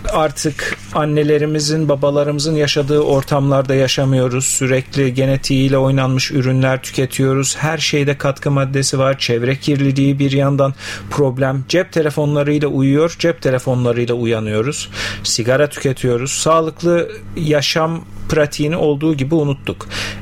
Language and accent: Turkish; İskenderun, Hatay, Turkey; born there; now in Istanbul, Turkey; 1979 İskenderun doğumluyum.